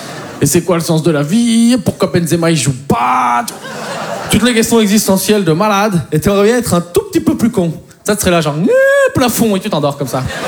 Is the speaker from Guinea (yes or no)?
no; Poitiers, Nouvelle-Aquitaine, France; Mais moi, je viens de Poitiers, j'ai un pote, c'est un Kiki.